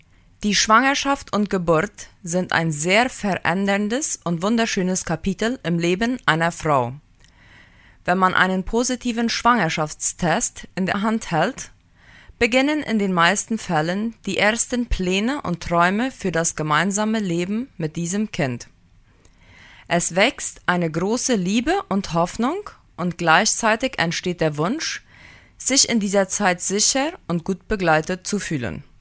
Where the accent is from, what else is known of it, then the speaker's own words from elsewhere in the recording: Filadelfia, Boquerón, Paraguay; der Regier. Ich komme aus Philadelphia und arbeite im Krankenhaus Philadelphia.